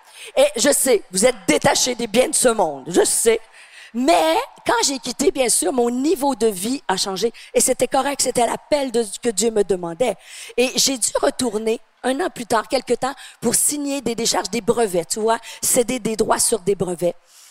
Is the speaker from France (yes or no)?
no; Quebec, Canada; quand nous, les Québécois, on était complètement fous avec la COVID.